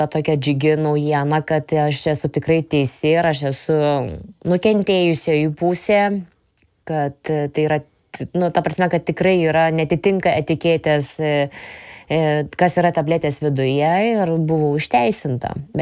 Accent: Panevėžys, Panevėžys County, Lithuania; Vis tiek aš jaučiu, kad aš garsinu ir Lietuvą, ir savo gimtąjį miestą Panevėžį.

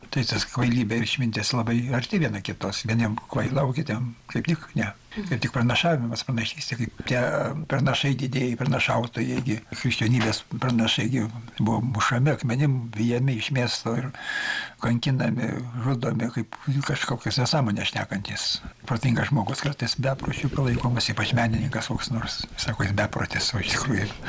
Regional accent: Samogitia, Lithuania; Kadangi aš esu žemaitis

